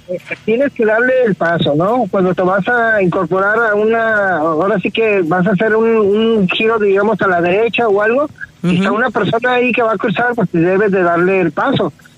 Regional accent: Mexico; Y como mexicano decimos

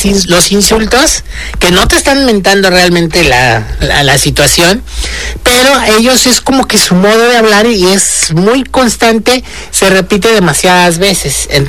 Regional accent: Yucatán, Mexico; A óyeme, es válido decirlo. Yo soy orgullosamente yucateco.

